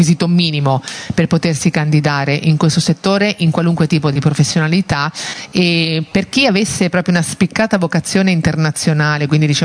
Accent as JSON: {"language": "Italian", "town": "Ancona", "region": "Marche", "country": "Italy", "said": "io sono di Ancona"}